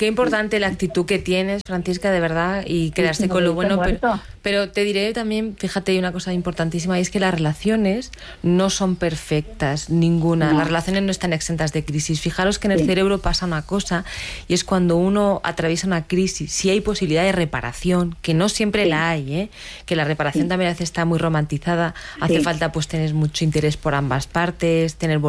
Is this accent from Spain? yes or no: yes; Águilas, Region of Murcia, Spain; born there; Yo soy nacida en Águilas